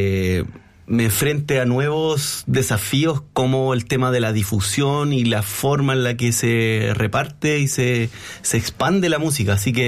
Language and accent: Spanish; Quillota, Valparaíso, Chile; yo soy de Quillota